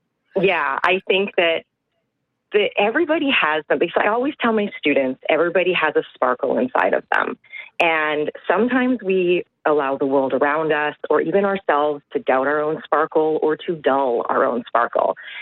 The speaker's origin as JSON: {"language": "English", "town": "Winnipeg", "region": "Manitoba", "country": "Canada", "said": "I am a Canadian dance judge, and I am a super proud Winnipegger."}